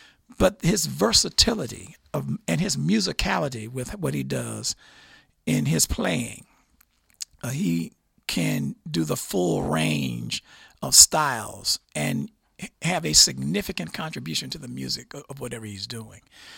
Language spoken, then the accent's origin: English; Memphis, Tennessee, United States; So growing up in Memphis, in the musician scene, growing up as a teenager